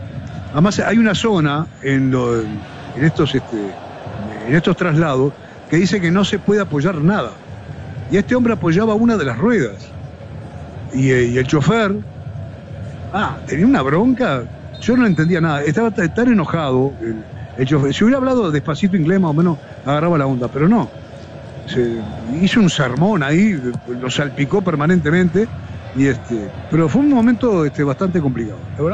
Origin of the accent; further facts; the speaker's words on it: Uruguay; yo soy uruguayo.